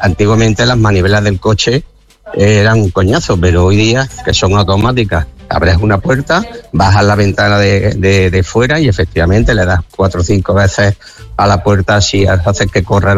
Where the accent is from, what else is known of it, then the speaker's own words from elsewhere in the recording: Córdoba, Andalusia, Spain; Y después, otro año, como yo soy de Córdoba, lógicamente, ¿quién no tiene un apartamentito o un pisito en la playita